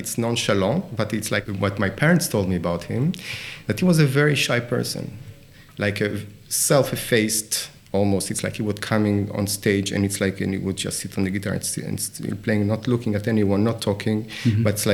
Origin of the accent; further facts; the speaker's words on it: Argentina; So I lived in Argentina. I grew up partly in Argentina at the end of the 70s. And also this is what music that was played at home.